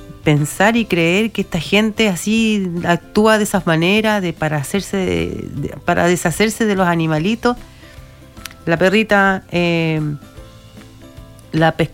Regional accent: Chile; somos chilenos

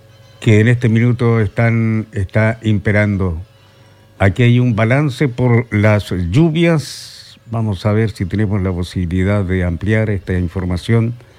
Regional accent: Chile; nuestra gran preocupación, como muchos chilenos, está precisamente centrado en las circunstancias de nuestros compatriotas en la zona sur de nuestro país.

